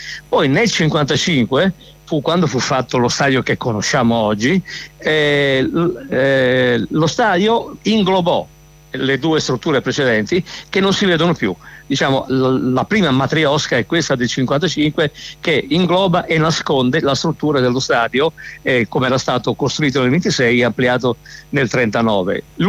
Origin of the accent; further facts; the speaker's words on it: Tuscany, Italy; moved away as an adult; now in Milan, Italy; Vado a San Siro dal 1981, io mi sono trasferito a Milano dalla Toscana nel 1981, quindi quest'anno faccio i 46 anni di presenza su questo stadio.